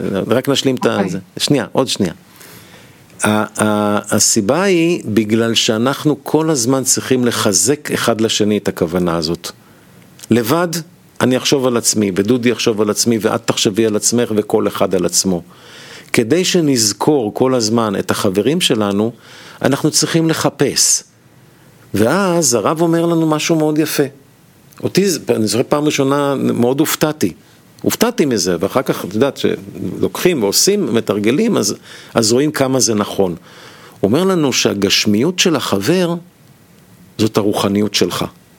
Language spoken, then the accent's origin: Hebrew; Kiryat Gat, Southern District, Israel; also born or lived in Haifa; הוא בא ממרוקו וההורים שלי עלו מהונגריה. הוא גר בחיפה ואני גדלתי בקריית גת.